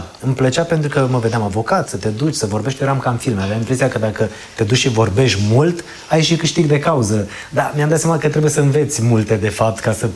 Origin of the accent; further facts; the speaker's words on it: Târgu Jiu, Gorj County, Romania; moved away as an adult; now in Bucharest, Romania; o mă apropii de 50 de ani, mâine, poi mâine, am 48, îmi dau seama că a te întoarce în locul unde ai copilărit, în locul unde te-ai născut, e un sentiment aparte, pe care nu-l aveam când am venit la facultate în București și mă întorceam în Târgu Jiu